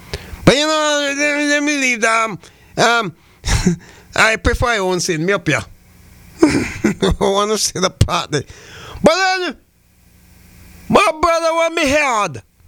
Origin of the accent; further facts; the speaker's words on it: St. Vincent & Grenadines; now in Antigua and Barbuda; my hometown, St. Vincent and the Grenadines